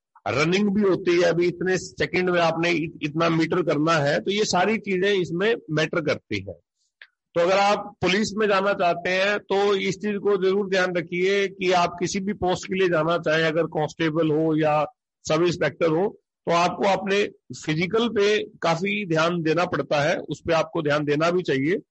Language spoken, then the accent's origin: Hindi; Haryana, India; हम हरियाणा से बिलोंग करते हैं।